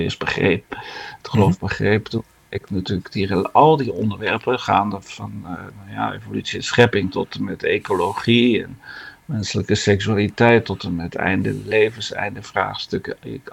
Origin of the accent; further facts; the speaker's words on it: Netherlands; moved away as an adult; now in Flanders, Belgium; als Nederlander in Vlaanderen.